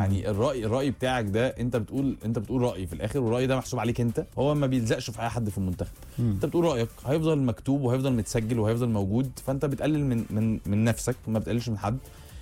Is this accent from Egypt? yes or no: yes; Egypt; احنا كمصريين